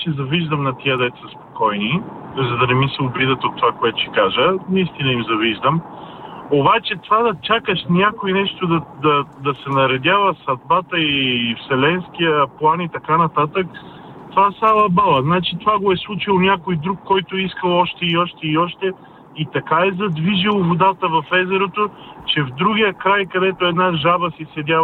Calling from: Sofia, Sofia City, Bulgaria; от София.

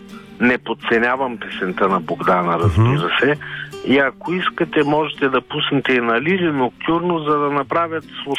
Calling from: Lovech, Lovech Province, Bulgaria; съм от Ловеч

